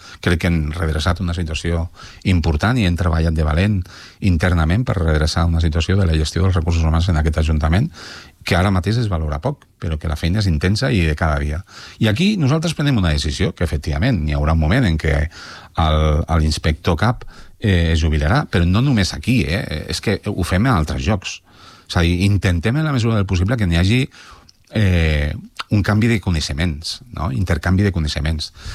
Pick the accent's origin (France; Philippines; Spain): Spain; Molins de Rei, Catalonia; jo soc de Molins de tota la vida. I els meus fills viuen aquí. La meva família viu aquí.